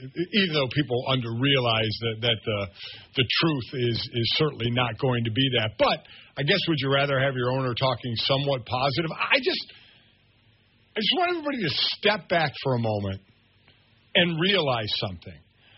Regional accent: Cleveland, Ohio, United States; how bad the quarterback situation is in my hometown of Cleveland, Ohio.

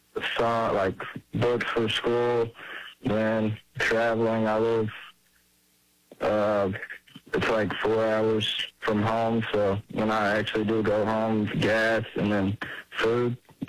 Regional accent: Arkansas, United States; Well, I'm actually from Arkansas, but Dallas is the closest major city.

